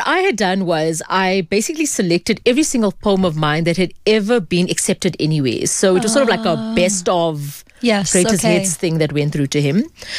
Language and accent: English; South Africa; The common theme just maybe being a Muslim Indian woman growing up in South Africa